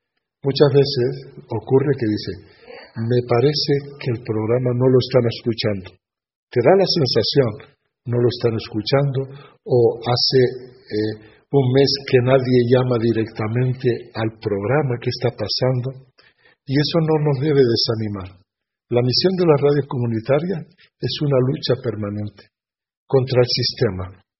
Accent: Western Sahara; now in Canary Islands, Spain; soy saharaui, no soy un periodista extranjero

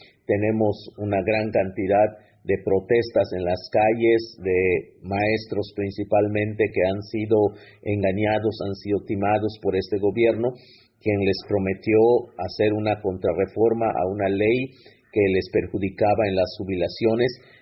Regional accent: Yucatán Peninsula, Mexico; Estamos en la península maya de Yucatán, México. Soy maya

